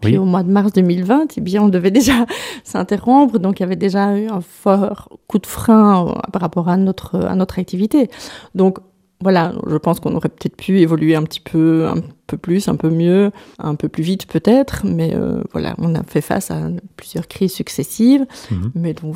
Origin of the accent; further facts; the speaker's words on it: Namur, Wallonia, Belgium; Alors non, moi je suis namuroise, pure souche.